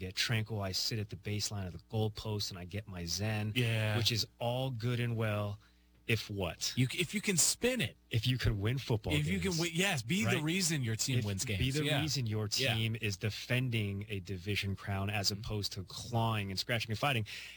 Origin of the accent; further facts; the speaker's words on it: Thornton, Colorado, United States; My first TV job, because I grew up in Thornton, Colorado, which is just north of Denver.